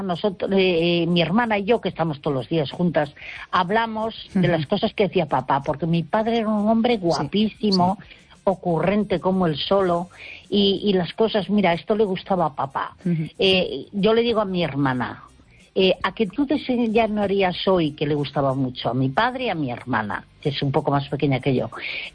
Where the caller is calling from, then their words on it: Galicia, Spain; Que estoy muy cerquita de Vigo y llamo desde la provincia de Pontevedra.